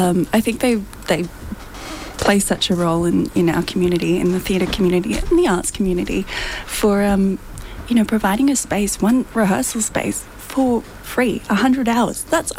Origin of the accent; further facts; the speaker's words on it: Toowoomba, Queensland, Australia; moved away; I'm from Toowoomba originally, T-Bar represent